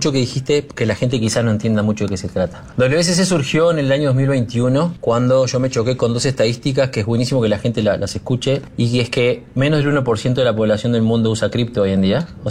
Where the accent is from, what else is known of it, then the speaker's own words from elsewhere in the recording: Uruguay; yo soy uruguayo, empresario serial